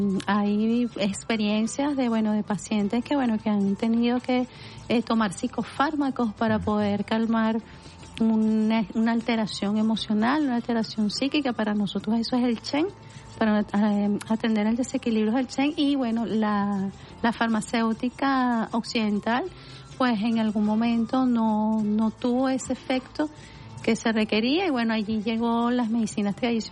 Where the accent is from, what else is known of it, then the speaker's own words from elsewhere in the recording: Venezuela; nos toca vivir como venezolanas y como venezolanos